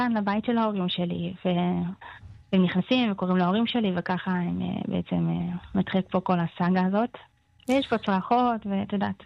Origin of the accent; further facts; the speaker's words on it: Northern District, Israel; אני גם הייתי בצפון, כי אני צפונית